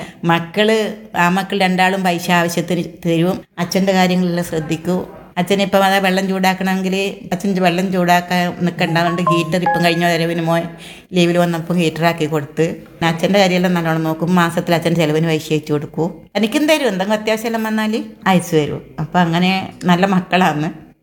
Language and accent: Malayalam; Pandalam, Kerala, India; now in Kannur, India; ഹരിപ്പാട് എന്റെ സ്വന്തം നാട് പന്തളവന്ന. നമ്മൾ പത്തനംതിട്ട ജില്ലക്കാരാ.